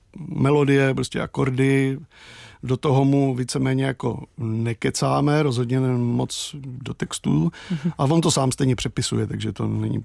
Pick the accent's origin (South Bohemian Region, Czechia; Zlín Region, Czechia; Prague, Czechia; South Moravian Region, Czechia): South Moravian Region, Czechia; Brno; já jsem z Brna